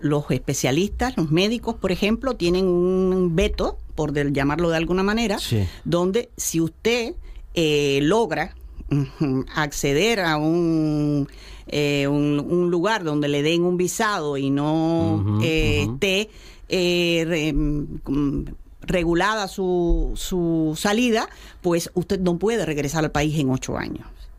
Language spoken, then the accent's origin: Spanish; Cuba; now in Gijón, Spain; para nosotros, como cubanos, como personas que estamos tratando de llevar adelante nuestra vida, ¿por qué? Porque la vida es una sola y porque no puedes seguir bajo la protección de un Estado que no te permite avanzar, uh-huh, pues sencillamente llegamos a Gijón